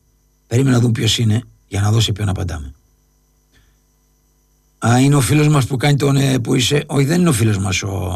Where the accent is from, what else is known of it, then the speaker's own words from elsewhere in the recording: Lefkada, Ionian Islands, Greece; Πάνω που είμαι από τη Λευκάδα, το ξέχασα.